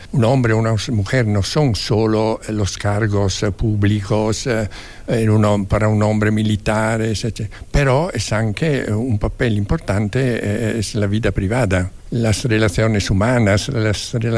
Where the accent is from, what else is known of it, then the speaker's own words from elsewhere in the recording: Italy; Spanish is a second language; yo soy italiano de los italianos que luchaban al lado de la República.